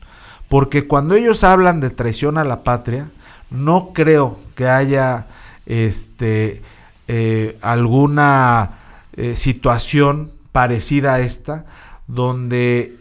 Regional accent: Mexico

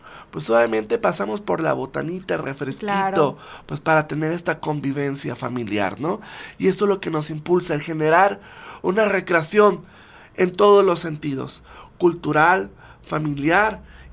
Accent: Mexico

